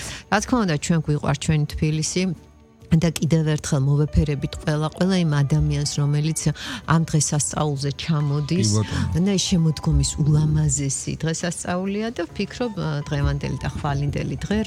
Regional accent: Tbilisi, Georgia; მე ძირძველი თბილისელი ვარ თაობებით მსოლოვაკელი ვარ

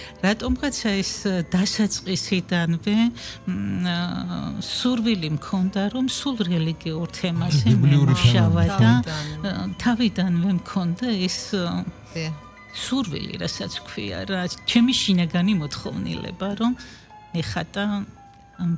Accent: Vejini, Kakheti, Georgia; born there; დავიბადე გურჯაანის რაიონში, სოფელ ვეჯინში, ბავშვიან ოჯახში.

